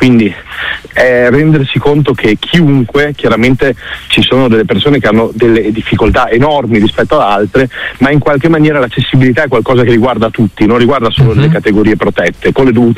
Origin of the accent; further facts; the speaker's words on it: Dolomites, Italy; Perché io sono stato, mi ricordo, il primo del mio paese, abitavo in un piccolo paese sulle Dolomiti, sono stato il primo del mio paese ad avere internet, avevo 10 anni